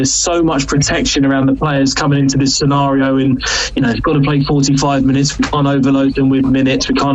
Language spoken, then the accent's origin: English; England, United Kingdom; I think being very English